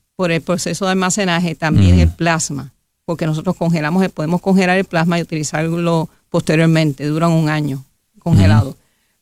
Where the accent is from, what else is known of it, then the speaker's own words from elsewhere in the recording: Puerto Rico; nosotros como puertorriqueños, compatriotas y ciudadanos